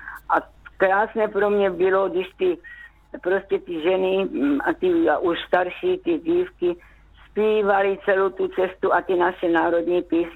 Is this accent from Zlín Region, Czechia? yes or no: yes; Kunovice, Zlín Region, Czechia; Já pocházím z Kunovic.